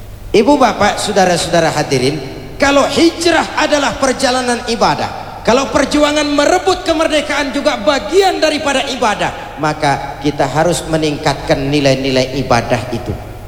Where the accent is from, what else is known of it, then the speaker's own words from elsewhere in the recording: Indonesia; di negeri ini kita dilahirkan, udara negeri ini yang kita hirup, air negeri ini yang kita minum.